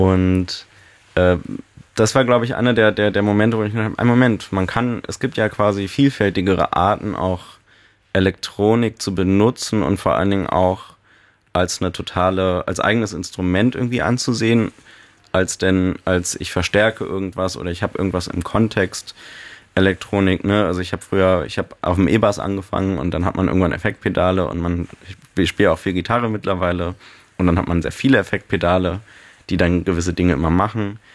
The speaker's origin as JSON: {"language": "German", "region": "Berlin", "country": "Germany", "said": "ich komme ursprünglich aus der Berliner Vorstadt"}